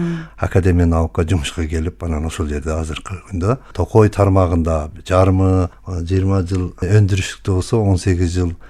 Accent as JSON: {"language": "Kyrgyz", "town": "Arslanbob", "region": "Jalal-Abad Region", "country": "Kyrgyzstan", "tie": "born or raised there", "said": "мен өзүм туулуп өскөн жерим Арсланбаб токой чарбасы болгондон кийин жаңакка дагы өптөн кызыгып калгам да."}